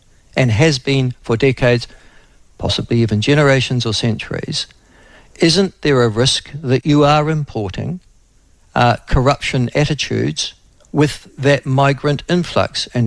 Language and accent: English; New Zealand; a whole series of cultural lexicons that with being a New Zealander.